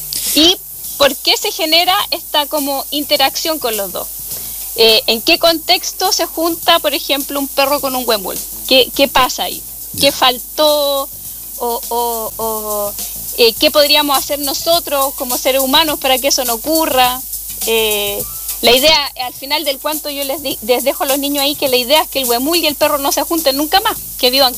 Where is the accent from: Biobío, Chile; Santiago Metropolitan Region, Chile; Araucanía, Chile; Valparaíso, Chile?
Santiago Metropolitan Region, Chile; Santiago; moved away as an adult; now in Cochrane, Chile; cuando yo nací y criaba en Santiago, llegué hace como 15 años acá a Cochrane